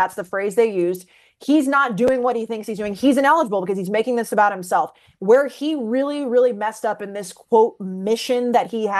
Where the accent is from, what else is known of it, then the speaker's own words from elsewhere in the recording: Texas, United States; But growing up in Texas, it's, you know, if you're a college football family and the way we were, it is, I mean, live and die by A&M football.